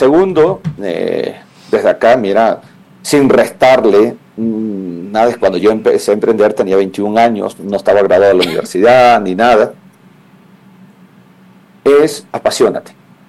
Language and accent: Spanish; Manabí, Ecuador; soy manabita, vengo de padres agricultores, caficultores, cuando soy del sur de Manabí, cuando era fuerte el café. Así que vengo desde inicios, pues, sencillos y humildes, mis padres agricultores.